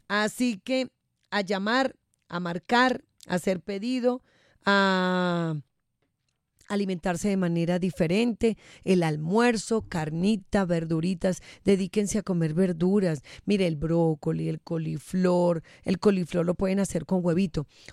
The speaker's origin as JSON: {"language": "Spanish", "region": "Boyacá", "country": "Colombia", "said": "Se van para Boyacá, mi tierra querida."}